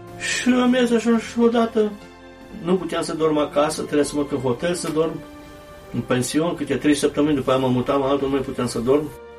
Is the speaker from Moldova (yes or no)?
no; Kladovo, Bor District, Serbia; now in Vienna, Austria; Vin dintr-o familie creștină, ortodoxă. Așa ni se zice, dar nimeni nu merge la biserică. Vin din Serbia, unde se vorbește românește, Cladova, zice, vis-a-vis de Turnul Severin.